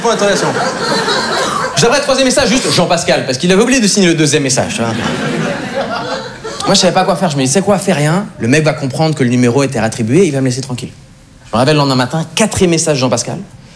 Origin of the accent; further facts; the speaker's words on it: Switzerland; Parce que moi, en fait, je viens de Suisse, donc j'ai traversé le sang pour les études. Je suis aussi brésilien